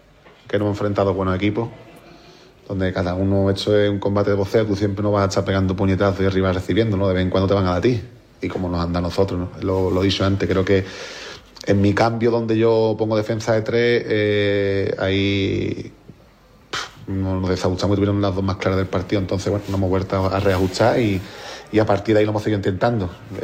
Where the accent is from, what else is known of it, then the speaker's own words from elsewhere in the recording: Jerez de la Frontera, Andalusia, Spain; me he sentido querido aquí en mi club, en mi tierra y nada, me jode no haber podido seguir a la eliminatoria e intentar ascender con el club de mi ciudad